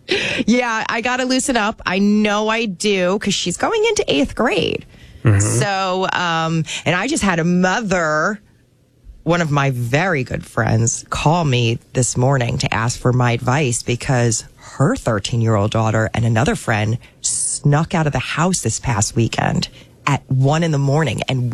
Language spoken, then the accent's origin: English; New Jersey, United States; I grew up in Central Jersey where Wawas were everywhere.